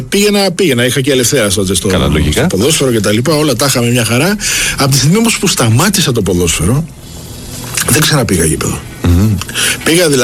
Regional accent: Piraeus, Attica, Greece; Είμαι Πειραιώτης, έχω γεννηθεί εδώ πιο δίπλα, δηλαδή.

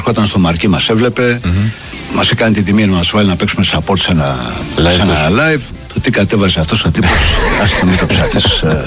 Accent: Athens, Attica, Greece; born there; also born or lived in Ottawa, Canada; Εγώ μπορεί να γεννήθηκα στα Εξάρχεια, αλλά 10 μηνών έφυγα και πήγαμε με τους γονείς μου, πήγαμε στην Οτάβα, στον Καναδά.

